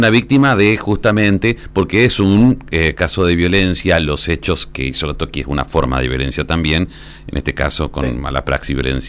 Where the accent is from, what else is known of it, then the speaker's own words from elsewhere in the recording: Argentina; Somos argentinos